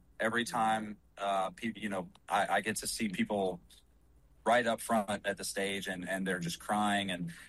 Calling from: Louisiana, United States; I'm coming from Louisiana

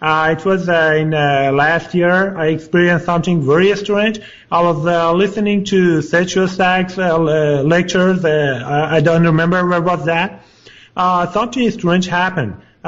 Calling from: Los Angeles, California, United States; Actually, I'm in Los Angeles.

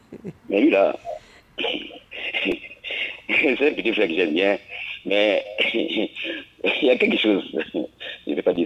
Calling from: Libreville, Estuaire, Gabon; Ici, on est à Libreville. Heureusement que je suis à Bakota

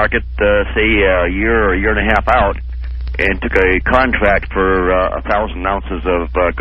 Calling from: Vancouver, Washington, United States; Yes, I'm calling from Vancouver, Washington.

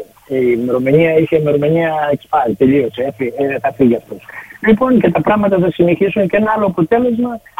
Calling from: Greece; Εμείς σαν Έλληνες πάλι χάνουμε.

